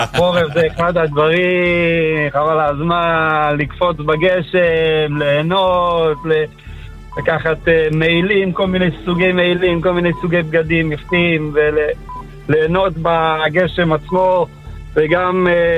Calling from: Beitar Illit, West Bank, Palestine; ביתר עילית.

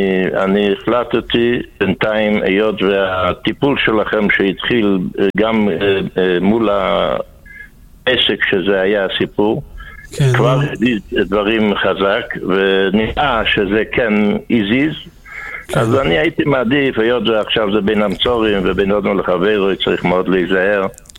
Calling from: Jerusalem, Jerusalem District, Israel; אנחנו מירושלים.

